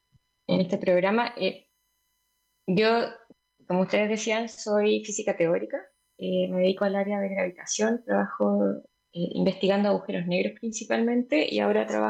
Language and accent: Spanish; Osorno, Los Lagos, Chile; now in Santiago, Chile; Soy sureña, soy de Osorno. Estudié allá en el colegio, mi familia está allá también.